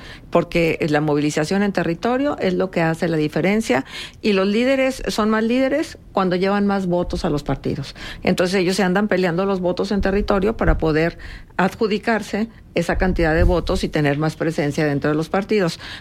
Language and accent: Spanish; Coahuila, Mexico; una población como la de Coahuila, que tampoco es que sea tan densamente poblado nuestro estado.